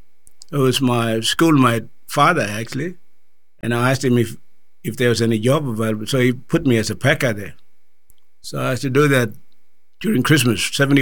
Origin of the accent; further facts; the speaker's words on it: Western Australia, Australia; also born or lived in Wyndham / Ivanhoe Station / Kununurra; after growing up in Newry